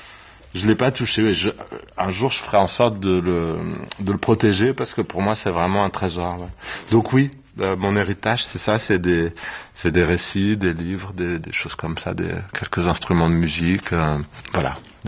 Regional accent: Ivry-sur-Seine, Île-de-France, France; quand j'étais donc lycéen aux ateliers théâtre d'Ivry-sur-Seine, là où j'ai grandi

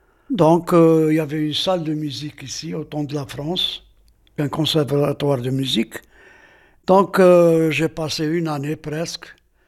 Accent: Aïn Témouchent, Aïn Témouchent Province, Algeria; Je suis né ici à Témouchent et j'ai grandi ici à Témouchent jusqu'à maintenant, jusqu'à l'heure actuelle.

